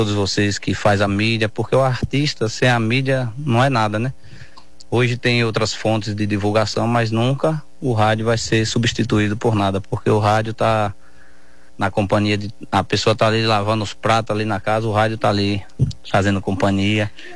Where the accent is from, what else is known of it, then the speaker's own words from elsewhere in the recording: Monte Santo, Bahia, Brazil; comecei a minha carreira em Monte Santo, na minha terra natal